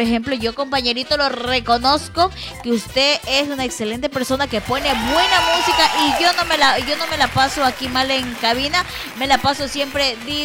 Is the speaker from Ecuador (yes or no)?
yes; Ecuador; los ecuatorianos tenemos frases inolvidables